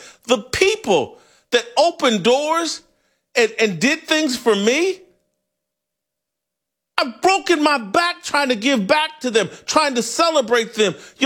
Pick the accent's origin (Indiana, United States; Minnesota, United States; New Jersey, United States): Indiana, United States; Indianapolis; I'm from Indianapolis. I'm an Indiana Fever fan. And yes, I'm black.